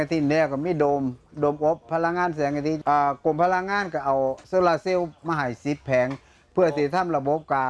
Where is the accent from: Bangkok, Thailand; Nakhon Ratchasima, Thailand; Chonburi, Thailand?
Nakhon Ratchasima, Thailand; Korat; accent: Isan; first language Isan; now in Chiang Mai, Thailand; แต่ก่อนเป็นคนอีสานเป็นคนโคราช